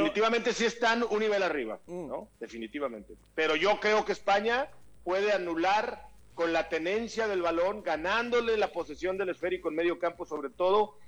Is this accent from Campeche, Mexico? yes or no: no; Torreón, Coahuila, Mexico; mi afición por mi equipo de mi ciudad natal. Yo soy de Torreón, le voy al Santos Laguna